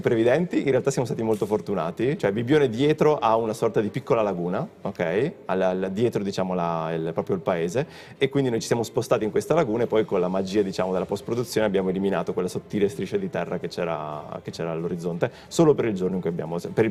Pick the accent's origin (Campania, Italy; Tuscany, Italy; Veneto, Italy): Veneto, Italy; Verona; now in Milan, Italy; io non sono di Milano, sono di Verona, ok, di origine